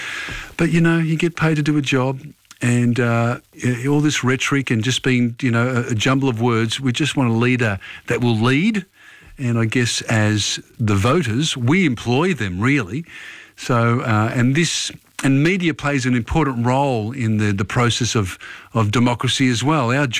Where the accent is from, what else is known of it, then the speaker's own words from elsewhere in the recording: Australia; We're Australian